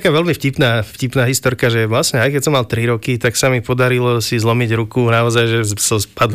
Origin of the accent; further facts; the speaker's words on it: Martin, Žilina Region, Slovakia; moved away as an adult; now in Trnava, Slovakia; Som rodinný Martinčan, takže tu na Trnave som tak trošku ďaleko od domova. Vyrastol som teda v Martine, v krásnom meste medzi horami. V podstate som tam sa aj vrátil po vysokej škole na chvíľu.